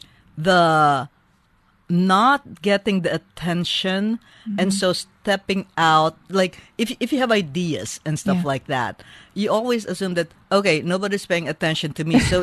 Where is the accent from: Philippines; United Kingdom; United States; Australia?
Philippines; born there; Yes, I was born in the Philippines.